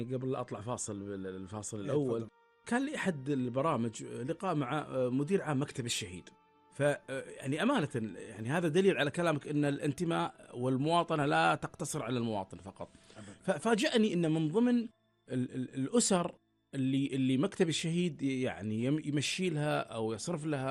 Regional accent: Kuwait; لما عرف اني كويتي

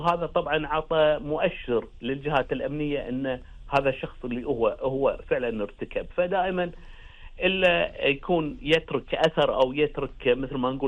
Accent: Kuwait; أنا كموظف كويتي،

